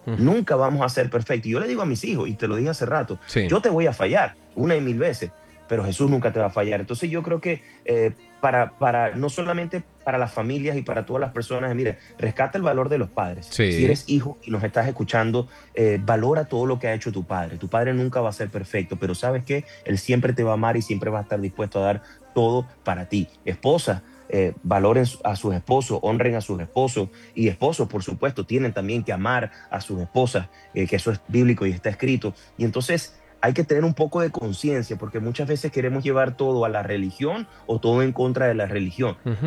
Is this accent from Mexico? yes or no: no; Venezuela; yo soy venezolano